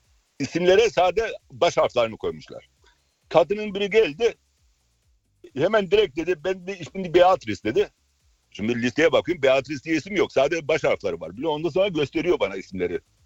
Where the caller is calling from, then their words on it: Alzey, Rhineland-Palatinate, Germany; Alzey'den arıyorum.